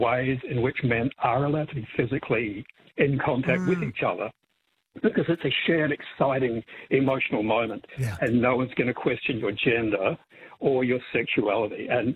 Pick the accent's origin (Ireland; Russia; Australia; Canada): Ireland; my family are chronic huggers, which is weird because we're Irish.